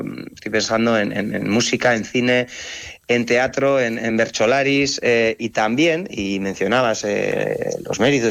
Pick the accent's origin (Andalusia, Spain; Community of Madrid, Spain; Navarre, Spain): Navarre, Spain; los euskaldunes en Navarra somos un 15%.